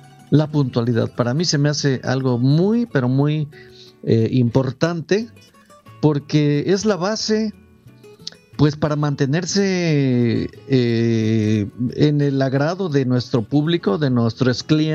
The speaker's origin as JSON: {"language": "Spanish", "town": "Huatusco", "region": "Veracruz", "country": "Mexico", "tie": "born there", "moved": "yes", "lives_now": "Xalapa, Mexico", "said": "yo nací en Huatusco, Veracruz. Saludo a todos mis paisanos de Huatusco"}